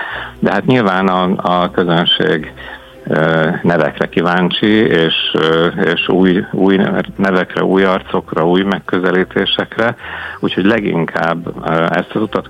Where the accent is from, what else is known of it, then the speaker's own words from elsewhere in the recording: Veszprém, Veszprém County, Hungary; born there; veszprémiként, mivel én Veszprémben élek, és itt is születtem